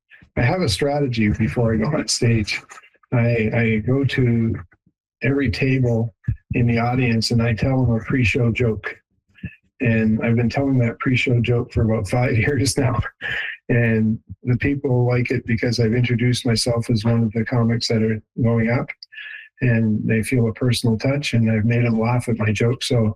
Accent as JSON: {"language": "English", "town": "Windsor", "region": "Ontario", "country": "Canada", "tie": "born or raised there", "said": "I'm originally a Southern Ontario boy, so I like to go back to Windsor, which is my hometown. I've got family in London, in Ottawa, and Toronto."}